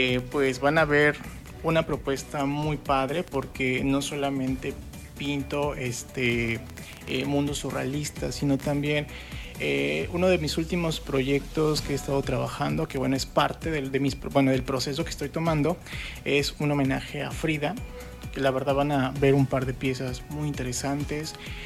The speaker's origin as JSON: {"language": "Spanish", "town": "Gutiérrez Zamora", "region": "Veracruz", "country": "Mexico", "moved": "as an adult", "lives_now": "Xalapa, Mexico", "said": "Así es. Soy de Gutiérrez Zamora. Nací en el 91. Y bueno, pues... después me mudo a la ciudad de Jalapa en el 2010 porque, bueno, terminó la prepa y pues me fui a buscar oportunidades."}